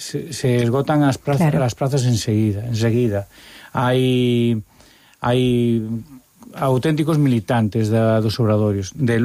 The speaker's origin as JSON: {"language": "Galician", "town": "Santiago de Compostela", "region": "Galicia", "country": "Spain", "said": "eu son de Santiago e teño que comer fora"}